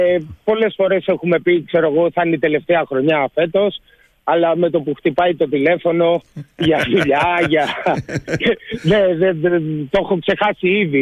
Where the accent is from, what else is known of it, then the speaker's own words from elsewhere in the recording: Piraeus, Attica, Greece; Εμείς που γεννηθήκαμε, Αντώνη, στον Πειραιά, ξέρεις ότι έχουμε μία με τη θάλασσα, έτσι, ένα άλλο contact.